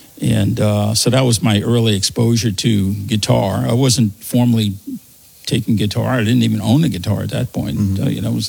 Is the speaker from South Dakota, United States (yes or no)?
no; New Orleans, Louisiana, United States; I was born and raised in New Orleans. On the last house on Magazine Street, that's where I spent most of my life